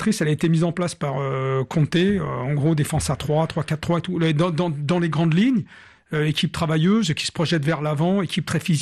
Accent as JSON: {"language": "French", "country": "France", "said": "Nous, en tant que Français"}